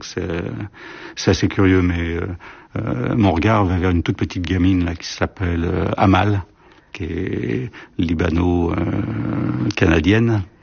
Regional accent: Saint-Denis, Île-de-France, France; born or raised there; also born or lived in Aubervilliers

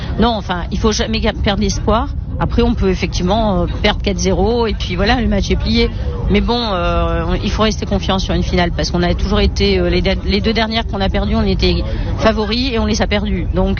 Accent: Nice, Provence-Alpes-Côte d'Azur, France; on va avoir peur de, d'être attaqué parce qu'on on est niçois

